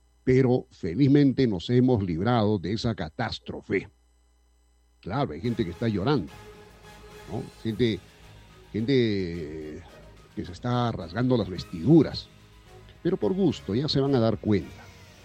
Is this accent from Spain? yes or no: no; Peru; deberíamos los peruanos que hemos vivido aquellas épocas terribles de las crisis